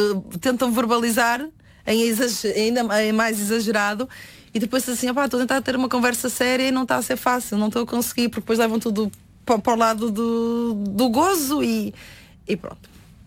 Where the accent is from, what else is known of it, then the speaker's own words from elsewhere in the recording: Norte, Portugal; accent: northern Portuguese; moved away; De quando eu estava no Norte